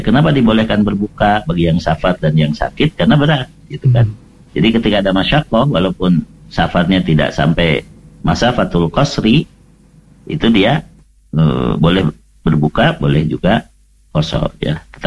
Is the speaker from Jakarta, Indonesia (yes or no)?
no; Bandung, West Java, Indonesia; Ada yang dari Makassar, dari Sumatera, ya, saya dari Bandung, ya.